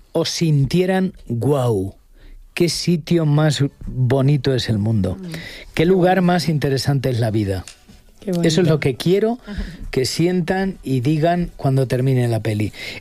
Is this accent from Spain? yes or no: yes; Castilla-La Mancha, Spain; Claro, es mi tierra.